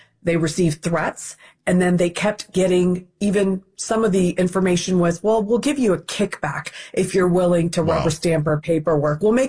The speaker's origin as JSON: {"language": "English", "region": "Ohio", "country": "United States", "said": "I'm a taxpayer first. I'm an American first, and I'm an Ohioan first."}